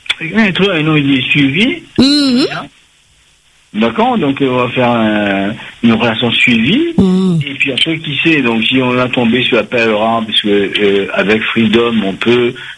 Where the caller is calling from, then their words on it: Réunion; je suis français. Oui. D'accord. Chinois et indien, d'accord. Ok. Et j'ai un métissage que tu connais sur la Réunion.